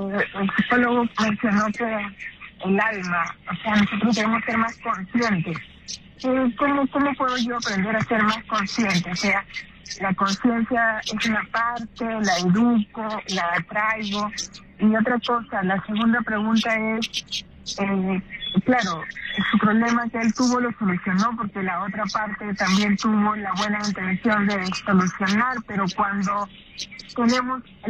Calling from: Ventanilla, Callao, Peru; llamo de Ventanilla.

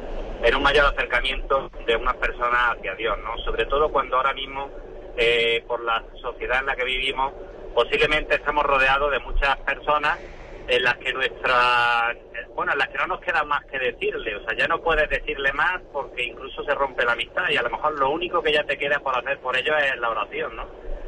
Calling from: Granada, Andalusia, Spain; de Granada, de Divina Misericordia.

